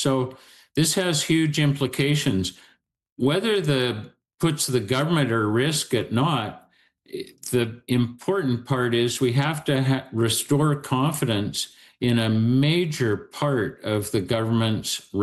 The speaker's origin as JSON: {"language": "English", "region": "British Columbia", "country": "Canada"}